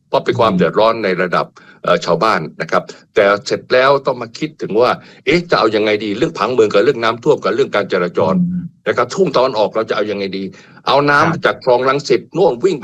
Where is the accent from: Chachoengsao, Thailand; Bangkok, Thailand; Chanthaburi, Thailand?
Bangkok, Thailand; ผมภูมิใจฮะในฐานะคนกรุงเทพนะผมว่าอันนี้เป็นเมืองระดับหนึ่งของโลก